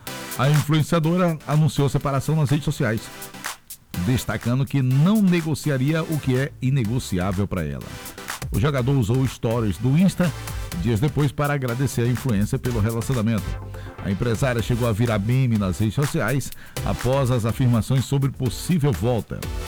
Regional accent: Brazil; born there; Sarinha City, lá no meu gueto, onde eu nasci.

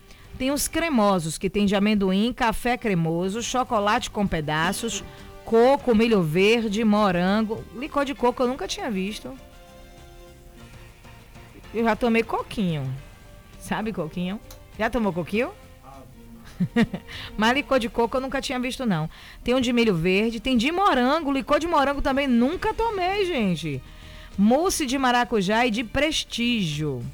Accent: Brazil; a gente é brasileiro

